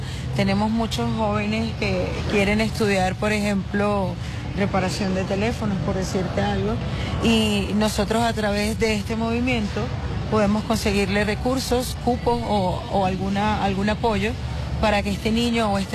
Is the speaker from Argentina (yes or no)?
no; Capital District, Venezuela; Y yo, como líder comunitario, nací y me crié en la Cota 905